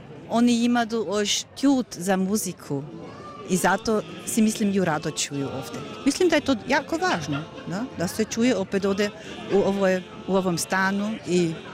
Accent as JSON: {"language": "Croatian", "region": "Burgenland", "country": "Austria", "said": "Mi smo Hrvati, a ljudi rado čuju hrvatsku muziku i zato ima do danas mogućnost kod nas."}